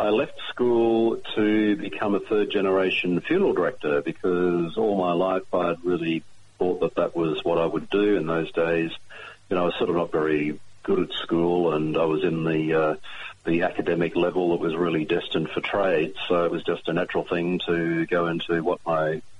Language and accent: English; Geraldton, Western Australia, Australia; also born or lived in Narrogin; I was born in a country town called Narrogin, but really I was raised in Geraldton, a seaside town noted for cray fishing or lobsters and the centre of just a lot of agriculture and mining activity on the midwest coast of Western Australia.